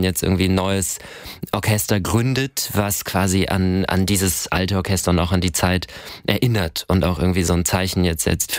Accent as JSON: {"language": "German", "region": "Hamburg", "country": "Germany", "tie": "born or raised there", "said": "Boah, ich bin ja in Eppendorf zur Schule gegangen."}